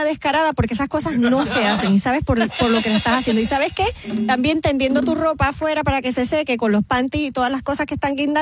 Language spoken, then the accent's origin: Spanish; Toa Alta, Puerto Rico; Yo crecí en Toa Alta, en una casita de madera, no había dinero, no había puertas.